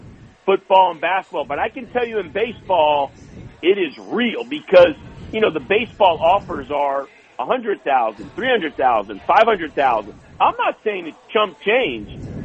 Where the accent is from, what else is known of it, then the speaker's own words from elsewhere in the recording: New York, United States; and of course I'm a Knicks fan, Luke, and I grew up in New York, big Knicks fan